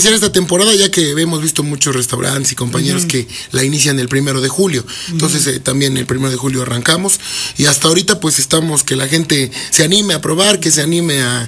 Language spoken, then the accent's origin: Spanish; Teziutlán, Puebla, Mexico; Aunque traemos la sangre de Teziutlán, Puebla, porque somos originarios de Teziutlán, Puebla, pero siento que somos poblanos de corazón.